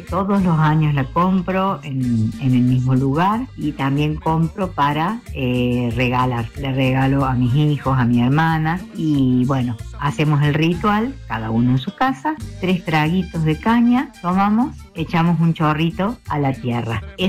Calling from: Córdoba, Argentina; de Poeta Lugones.

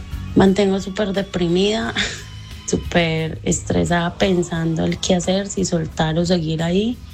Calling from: Medellín, Antioquia, Colombia; Soy de Medellín.

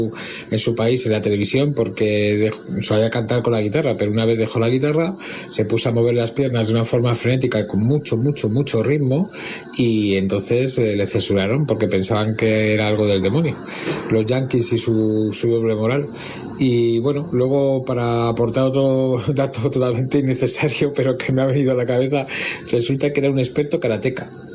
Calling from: Madrid, Community of Madrid, Spain; de Madrid.

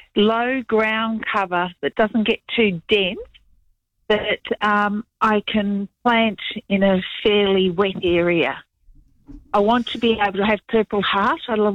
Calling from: Auckland, New Zealand; Auckland.

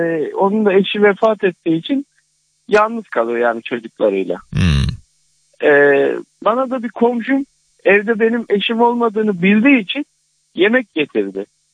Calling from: Istanbul, Turkey

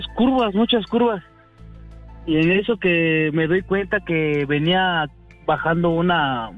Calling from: Guerrero, Mexico; Soy del estado de Guerrero.

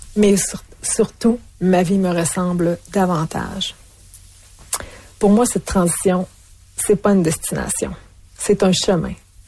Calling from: Alberta, Canada; J'ai 51 ans et je vis en Alberta.

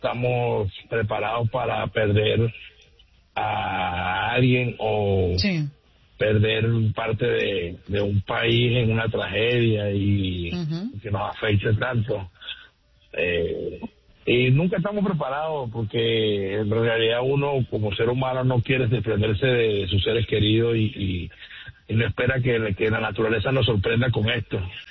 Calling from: Utah, United States; Hola, buenos días, Andreina. ¿Cómo estás?

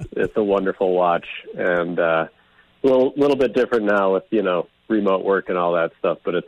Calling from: Deer River, Minnesota, United States; Calling from Deer River.

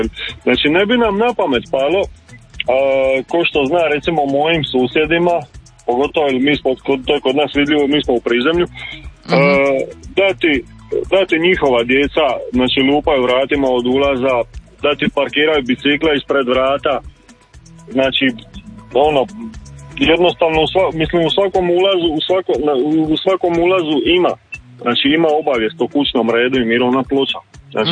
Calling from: Zadar, Zadar County, Croatia; Lipi pozdrav iz Zadra.

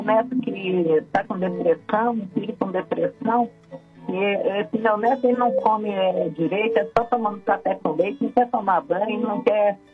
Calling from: Belo Horizonte, Minas Gerais, Brazil; Eu falo de Belo Horizonte.

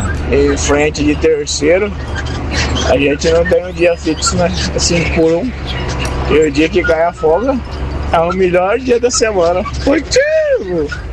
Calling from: Penápolis, São Paulo, Brazil; De Penápolis, tratorista canavieiro.

